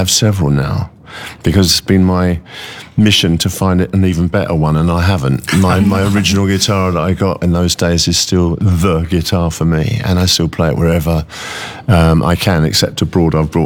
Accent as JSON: {"language": "English", "town": "Croydon", "region": "London", "country": "United Kingdom", "said": "Mick and I come from Croydon, he come from Mitcham"}